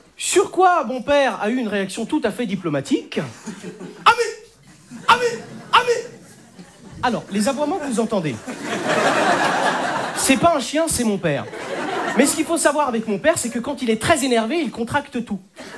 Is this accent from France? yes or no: no; Algeria; Je suis algérien.